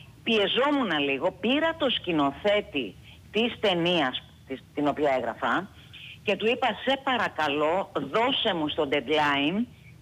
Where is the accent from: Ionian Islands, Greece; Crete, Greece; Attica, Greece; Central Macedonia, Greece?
Crete, Greece; Είμαι από την Κρήτη.